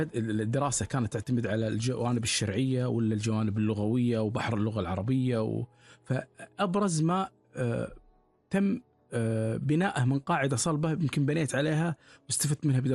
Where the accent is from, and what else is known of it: Kuwait